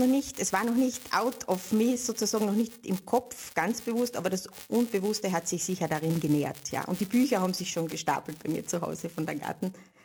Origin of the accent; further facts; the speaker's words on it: Carinthia, Austria; moved away as an adult; also born or lived in England / Vienna; jetzt hält mich in Kärnten eigentlich nichts mehr.